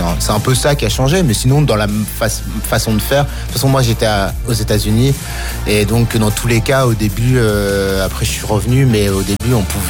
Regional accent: Lille, Hauts-de-France, France; also born or lived in Brussels; et faut savoir que nous on vient de Lille, donc on s'est vraiment forgé avec le regard vers la Belgique

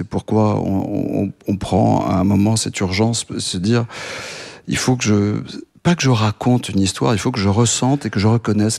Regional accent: France; born there; Moi, j'étais parent grec, je suis né en France, mais je parle grec couramment.

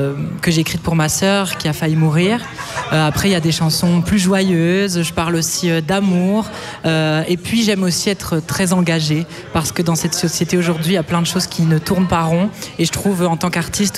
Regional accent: Baudour, Wallonia, Belgium; moved away as an adult; Alors moi je suis originaire de Beaudour, près de Mons.

